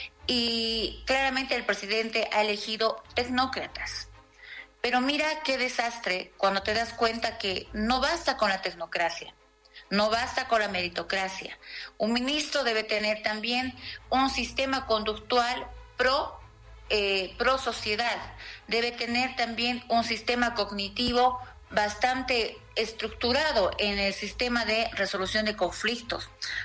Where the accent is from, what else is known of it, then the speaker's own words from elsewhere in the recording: Bolivia; a todos como ciudadanos bolivianos